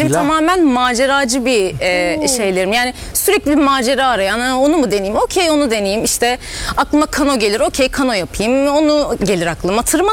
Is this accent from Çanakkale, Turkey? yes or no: yes; Çan, Çanakkale, Turkey; moved away as an adult; now in Istanbul, Turkey; Çan ilçesinde büyüdüm.